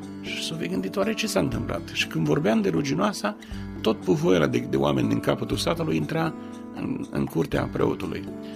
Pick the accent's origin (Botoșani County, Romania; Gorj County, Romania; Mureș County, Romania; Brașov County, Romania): Botoșani County, Romania; Negreni; born there; M-am născut în Negreni, județul Botoșani, poate că mai cunoașteți și pe alții născuți acolo, într-o familie de baptiști